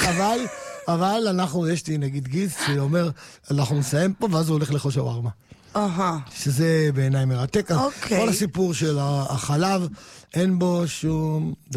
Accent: Morocco; ואני כמרוקאי, מזרחי, שלא אכלנו חלב מעולם בילדות שלנו, לא היה.

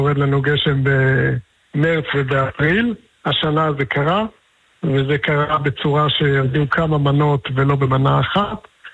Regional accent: Mishmar HaEmek, Northern District, Israel; ובתור מי שגדל לא בכפר בילו, אלא במקרה דווקא במשמר העמק, במקור אני ממשמר העמק … ממשמר העמק.

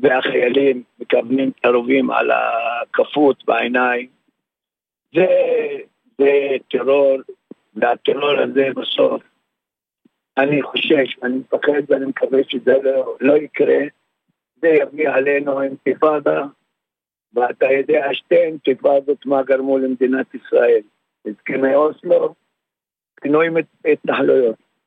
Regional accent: West Bank, Palestine; now in Triangle, Israel; אני גר במשולש, אבל אני גדלתי בשטחים, וחייתי בשטחים בכפר פונוק

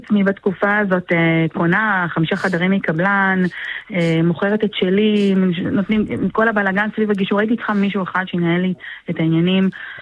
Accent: Rishon LeZion, Central District, Israel; אני מראשון.

